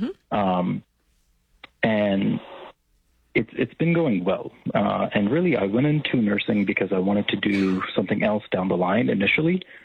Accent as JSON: {"language": "English", "region": "Florida", "country": "United States", "said": "I'm from Florida, and we make crap money there."}